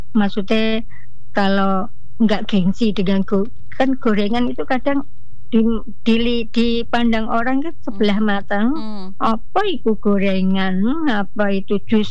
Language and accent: Indonesian; Kediri, East Java, Indonesia; born there; Ya kan memang aku lahir dari Kediri, jadi aku warga Kediri